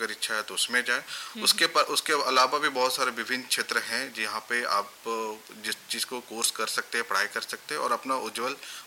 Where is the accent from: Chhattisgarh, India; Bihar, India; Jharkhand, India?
Jharkhand, India; Chaibasa; और मैं चाईबासा का ही निवासी हूँ